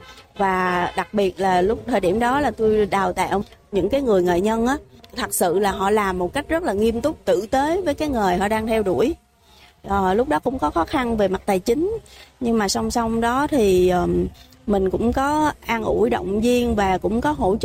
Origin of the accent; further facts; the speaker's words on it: Dong Thap, Vietnam; tôi mong muốn được mọi người biết đến nhiều hơn về cái làng nghề quê tôi.